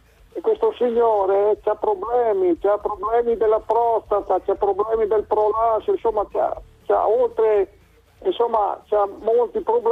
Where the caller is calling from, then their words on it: Treviso, Veneto, Italy; Di Treviso, di Treviso.